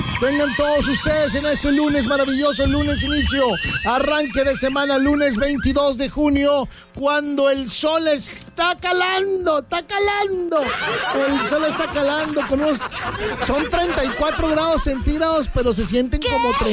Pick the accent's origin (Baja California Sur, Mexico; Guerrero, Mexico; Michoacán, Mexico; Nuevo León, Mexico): Nuevo León, Mexico; Monterrey; los que somos de aquí de Monterrey, pues no nos asustamos, siempre está igual.